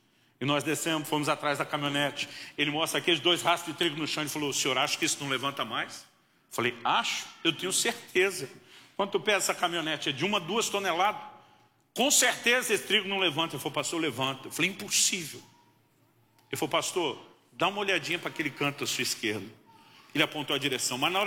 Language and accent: Portuguese; Campinas, São Paulo, Brazil; moved away as an adult; also born or lived in Santo André / São Bernardo do Campo / Paraná; completei 20 anos de idade, eu me mudei do estado de São Paulo, né, onde eu cresci, nasci na cidade de Santo André, morei em São Bernardo, ali no grande ABC, mas me criei em Campinas, já um pouco para o interior, mas é a segunda cidade do estado. E eu saí da selva de pedra onde me criei, para ir para o interior do Paraná.